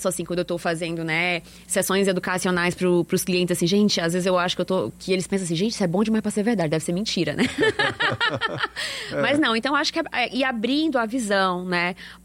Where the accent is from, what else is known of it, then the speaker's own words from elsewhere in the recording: Ceará, Brazil; Eu sou cearense.